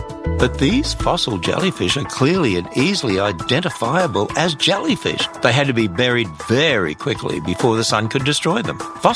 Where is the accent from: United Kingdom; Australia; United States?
Australia; in my home country of Australia